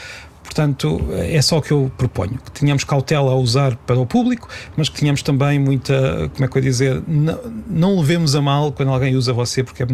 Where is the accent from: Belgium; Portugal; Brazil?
Portugal; Peniche, Leiria